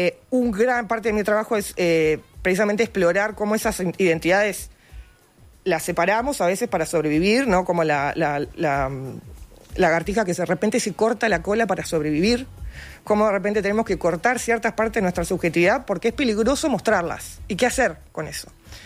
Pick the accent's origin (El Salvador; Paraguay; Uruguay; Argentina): Uruguay; yo creo que como sociedad uruguaya